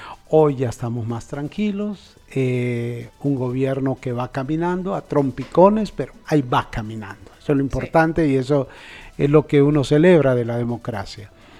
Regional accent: Honduras

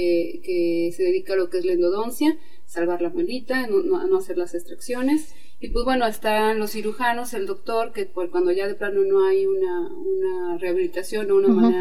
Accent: Rioverde, San Luis Potosí, Mexico; Los tres somos de Río Verde.

